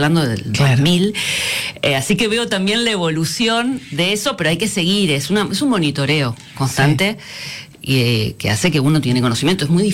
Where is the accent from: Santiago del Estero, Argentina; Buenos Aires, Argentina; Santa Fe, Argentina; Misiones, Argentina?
Buenos Aires, Argentina; born there; Nací en Buenos Aires.